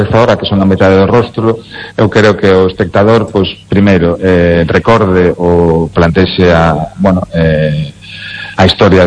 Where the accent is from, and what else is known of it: Lugo, Galicia, Spain; moved away